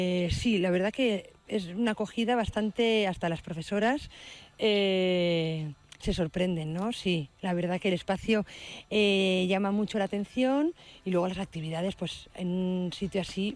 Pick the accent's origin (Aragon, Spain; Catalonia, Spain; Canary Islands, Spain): Canary Islands, Spain; Tenerife; born there; Sí, nací en Tenerife.